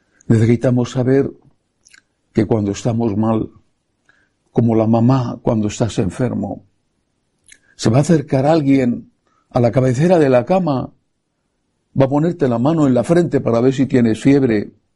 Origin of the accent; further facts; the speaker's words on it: Spain; España y los españoles somos tierra de María